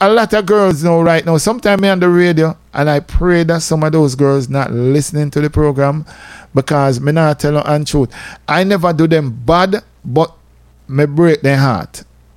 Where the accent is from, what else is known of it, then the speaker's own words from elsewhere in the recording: Saint Mary Parish, Jamaica; So I say I'm from St. Mary. She said, but how me not know you? Me should not where? So I say I'm from Dean Pen.